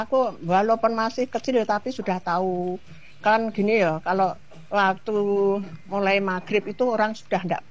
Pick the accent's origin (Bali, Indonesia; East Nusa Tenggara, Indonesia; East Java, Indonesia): East Java, Indonesia; born there